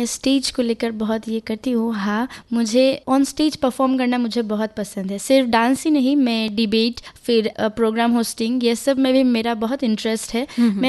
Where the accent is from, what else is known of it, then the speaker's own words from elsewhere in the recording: Haflong, Assam, India; और हमारे हाफलोंग में जब छोटे छोटे कॉम्पिटिशन्स होते तो मैं बचपन से ही उसी में पार्टिसिपेट कर रही हूँ